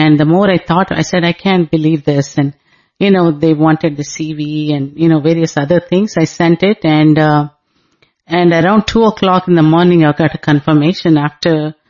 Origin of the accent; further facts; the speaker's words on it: Hyderabad, Telangana, India; I'm from Andhra Pradesh, Hyderabad